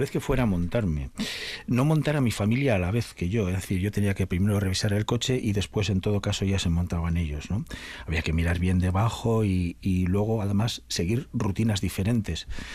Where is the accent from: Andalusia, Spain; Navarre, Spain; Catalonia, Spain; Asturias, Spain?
Navarre, Spain; Alsasua; yo soy navarro, soy de Alsasua. Pero cuantitativamente gran parte de mi familia es de Agurain, aunque ahora estén ya casi todos en Vitoria, ¿no?